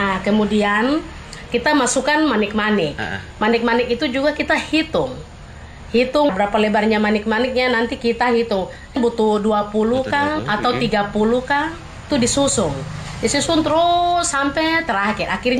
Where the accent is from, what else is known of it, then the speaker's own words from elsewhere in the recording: Papua, Indonesia; itu budaya kita dari Ambae.